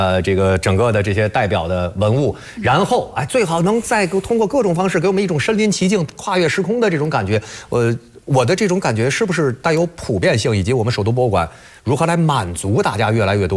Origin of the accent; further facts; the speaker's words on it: China; 实际上当地原住民对于动物的喜爱和这种情感链接呀，和我们中国人有很多相似之处。